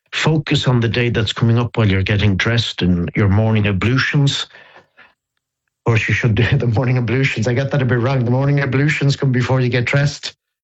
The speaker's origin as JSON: {"language": "English", "town": "Dublin", "region": "Leinster", "country": "Ireland", "tie": "born or raised there"}